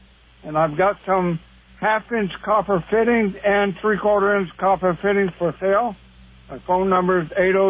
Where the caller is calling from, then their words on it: Hinesburg, Vermont, United States; I'm calling from Hinesburg.